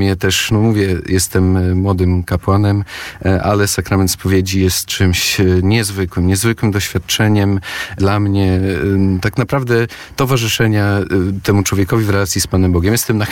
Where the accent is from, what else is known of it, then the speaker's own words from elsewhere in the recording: Grudziądz, Kuyavian-Pomeranian Voivodeship, Poland; moved away; Ja pochodzę z Grudziądza, parafii Podwyższenia Krzyża Świętego w Grudziądzu.